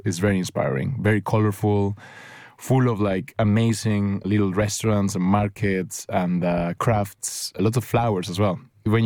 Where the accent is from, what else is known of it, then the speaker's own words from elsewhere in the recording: Mexico; moved away; Growing up in Mexico, you look up to Frida and her husband Diego as the references of art.